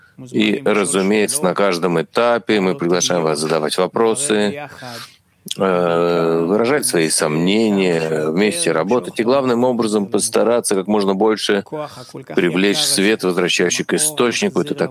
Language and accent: Russian; Latvia; Допустим, я из Латвии, да.